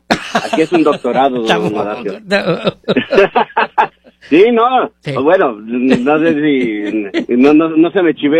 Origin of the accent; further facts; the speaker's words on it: Mexico; soy estadounidense mexicano.